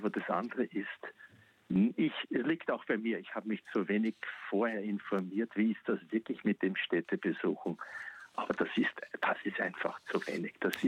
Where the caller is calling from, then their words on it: Austria; für mich als Österreicher